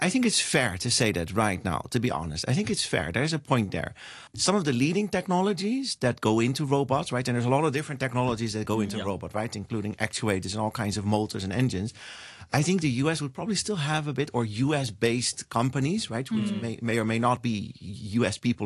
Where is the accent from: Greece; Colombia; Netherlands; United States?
Netherlands; So I'm a European, right? I'm from the Netherlands.